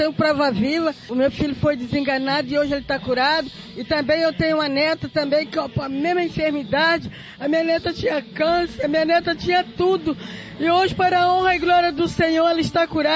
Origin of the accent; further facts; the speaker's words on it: Itaboraí, Rio de Janeiro, Brazil; eu vim de Itaburaí.